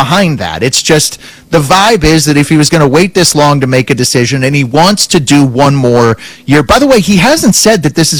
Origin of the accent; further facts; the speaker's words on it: Denver, Colorado, United States; And I grew up as a Nugget fan, and I'm from Denver